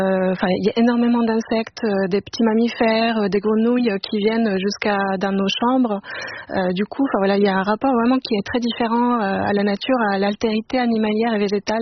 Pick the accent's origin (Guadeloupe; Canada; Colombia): Colombia; moved away as an adult; now in France; en Colombie, mon pays d'origine.